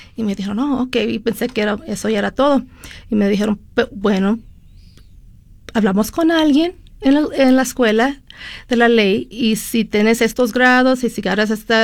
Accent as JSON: {"language": "Spanish", "country": "Mexico", "moved": "as an adult", "lives_now": "Utah, United States", "said": "No, yo soy católica, mexicana, no sabía nada de Utah."}